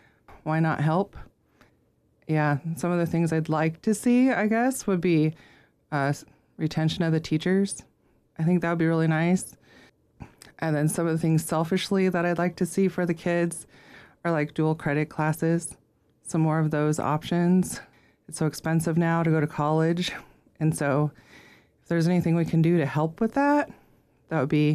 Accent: Haines, Alaska, United States; Well, I'm originally from Haynes. I was born here at the clinic. And so I went through the school here, obviously.

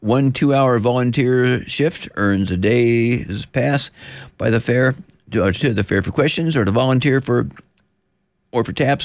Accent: West Lafayette, Indiana, United States; goes right straight through the land, the city where I grew up in West Lafayette.

